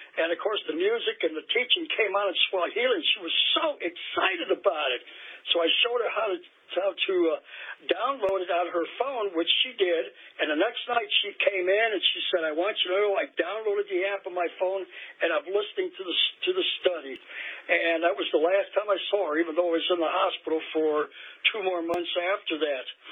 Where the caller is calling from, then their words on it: Maplewood, Missouri, United States; I'm calling from Maplewood, Missouri.